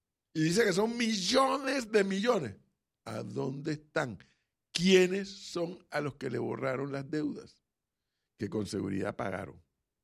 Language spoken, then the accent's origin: Spanish; Panama; usted sabe cómo somos los panameños